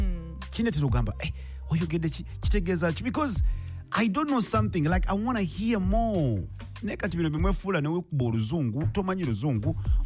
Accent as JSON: {"language": "English", "country": "Uganda", "second_language": "English", "said": "I'm a Uganda. I'm from Uganda."}